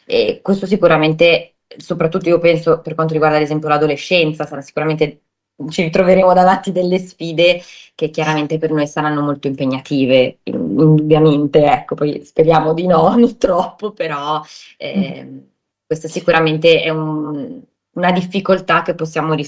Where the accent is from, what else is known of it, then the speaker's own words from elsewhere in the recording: Genoa, Liguria, Italy; Allora, io sono nata e cresciuta a Genova da una famiglia in realtà origine molto mista, nel senso che per quanto io arrivi da una famiglia, sì, italiana, diciamo al 100%, però la mia famiglia arriva da diverse regioni, per cui dalla Campania, dalla Lombardia